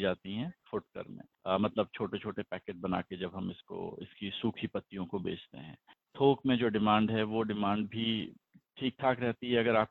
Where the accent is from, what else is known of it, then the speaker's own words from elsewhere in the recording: Haldwani, Uttarakhand, India; मैं उत्तराखंड के हल्द्वानी से बिलोंग करता हूँ